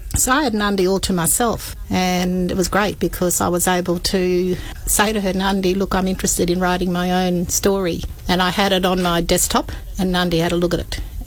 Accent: Western Australia, Australia; where I grew up on Ballardong country.

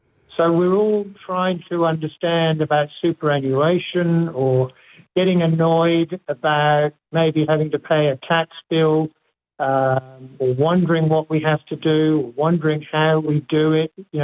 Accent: Australia; the onus is on each of us as Australian citizens and therefore as taxpayers to do the right thing

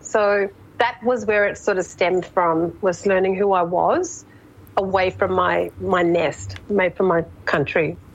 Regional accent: Wyndham, Western Australia, Australia; born or raised there

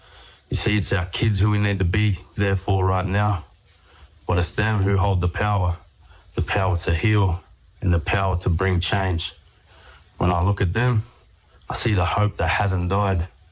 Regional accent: Nowra, New South Wales, Australia; I'm a proud Yuin man, born and raised in Nowra

